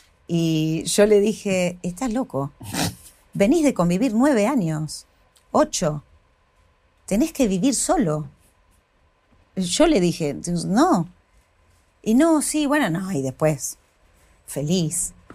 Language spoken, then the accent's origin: Spanish; Tandil, Buenos Aires Province, Argentina; moved away as an adult; Viví con tres amigas cuando tenía 25 y fue la única, de 22 a 20 y pico, que fue ni bien me vine de Tandil a vivir acá, con mi prima Vale también